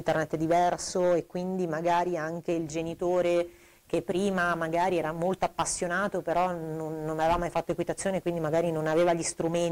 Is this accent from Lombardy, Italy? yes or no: yes; Lecco, Lombardy, Italy